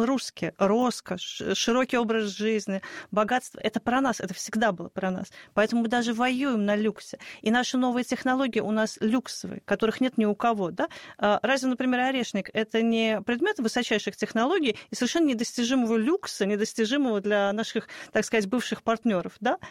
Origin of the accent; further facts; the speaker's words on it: Moscow, Russia; Я вот коренная москвичка, для меня Никитская.